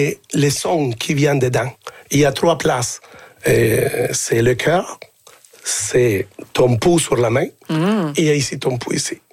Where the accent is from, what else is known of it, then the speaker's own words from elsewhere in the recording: Sherbrooke, Quebec, Canada; J'ai dansé même, moi je viens de la ville de Sherbrooke, et j'ai dansé avec des bottes d'hiver.